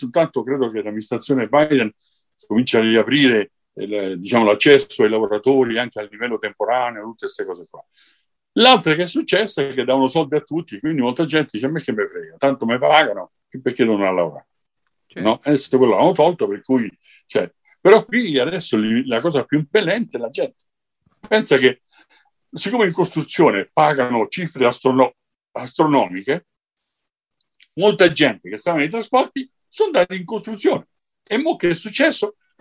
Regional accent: Chile; sì, certo, è un mio paese

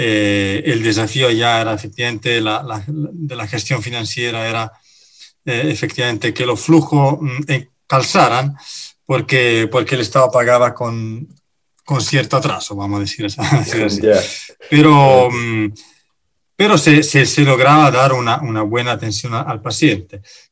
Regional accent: Italy; now in Chile; dueño era un italiano y ahí comimos un buen plato de pasta porque para que yo no extrañara demasiado mi tierra.

